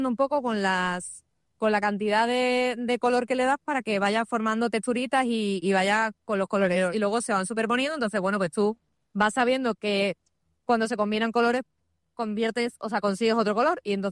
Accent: Seville, Andalusia, Spain; yo soy sevillana, pero mis abuelos, como son salmantinos

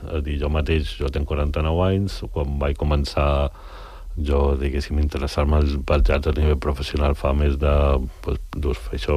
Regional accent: Balearic Islands, Spain; now in Barcelona, Spain; Tenint en compte que jo visc a Barcelona, som mallorquí, per mi Sant Cugat forma part de l'àrea d'influència a Barcelona

